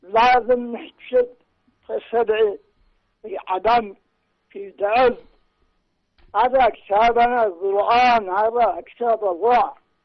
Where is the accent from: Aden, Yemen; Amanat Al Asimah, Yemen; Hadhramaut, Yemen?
Amanat Al Asimah, Yemen; Sanaa; من صنعاء من حولنا.